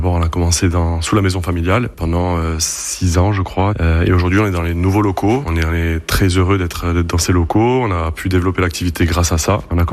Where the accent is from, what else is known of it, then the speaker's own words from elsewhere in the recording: Biguglia, Corsica, France; Moi, je suis de Biguglia, donc j'ai grandi à Biguglia